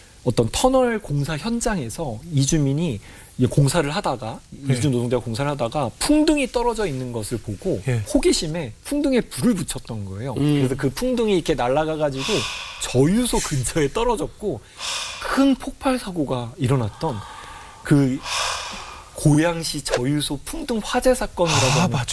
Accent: South Korea; 저도 이제 한국인이지만

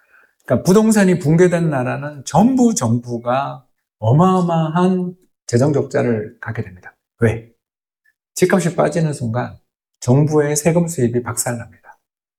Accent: Daegu, South Korea; 제가 대구 사람입니다. 대구하고도 대구 남구 대명동에 사는데요.

